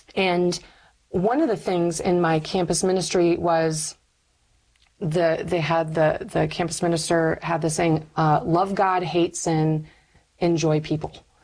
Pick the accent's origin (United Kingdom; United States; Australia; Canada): United States; Michigan; There was also like a Bible study group in my high school, and Northern Michigan University is also in my hometown.